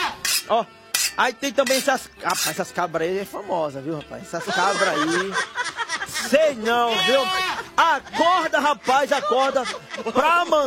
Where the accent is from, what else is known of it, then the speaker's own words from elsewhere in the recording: Piauí, Brazil; Eu tô achando que lá no meu estado, Piauí, o povo tá começando a acordar meio-dia, viu?